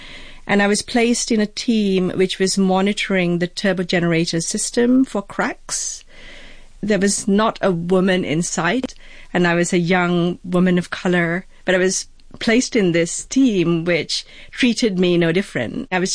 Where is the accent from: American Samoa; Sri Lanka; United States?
Sri Lanka; Colombo, Western Province; first language Sinhalese; English is a second language; previously learned in my native language, Sinhalese. It was a mixed school.